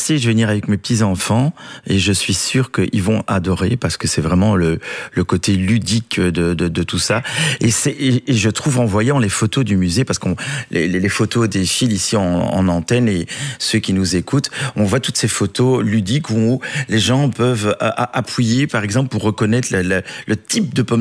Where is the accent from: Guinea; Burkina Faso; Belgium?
Belgium; nous, en tant que Belges, et on va faire cocorico